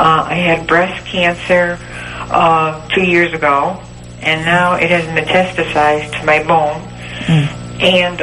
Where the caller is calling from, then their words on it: Connecticut, United States; I'm from Connecticut.